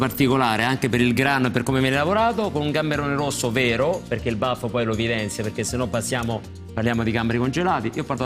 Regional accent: Sardinia, Italy; essendo io sardo

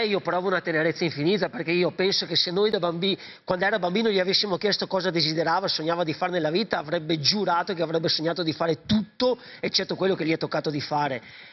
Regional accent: Veneto, Italy; noi siamo veneti, abbiamo bisogno della concretezza

